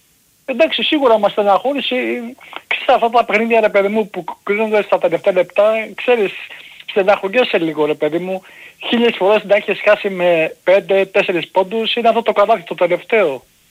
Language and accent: Greek; Central Greece, Greece; από Εύβοια, από Αμάρι, τι κάνεις.